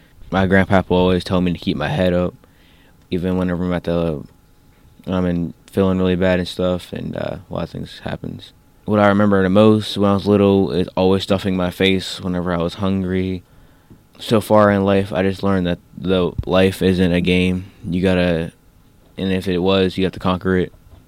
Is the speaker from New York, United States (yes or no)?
no; Pittsburgh, Pennsylvania, United States; born there; I'm 16 years old, and I attend Holy Family Academy. I was born in Pittsburgh